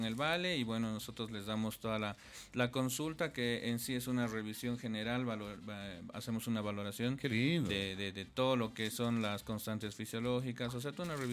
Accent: Sucre, Chuquisaca, Bolivia; born there; moved away; siempre recuerdo a mi amado Sucre, yo soy

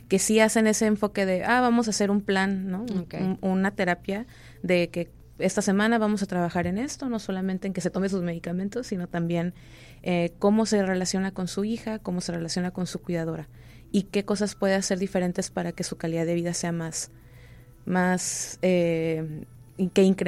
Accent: Mexico; como mexicanos tenemos algunas cosas culturales

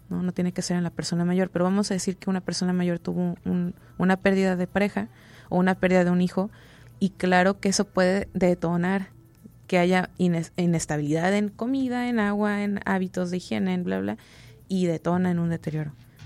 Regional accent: Mexico; por lo menos como mexicanos

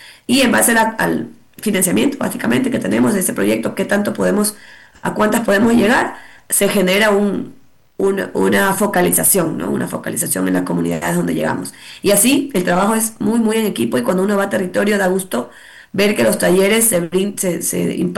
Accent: Ecuador

